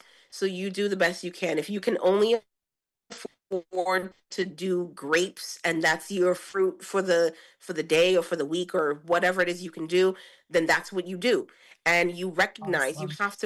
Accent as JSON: {"language": "English", "town": "New York City", "region": "New York", "country": "United States", "moved": "as an adult", "lives_now": "New Jersey, United States"}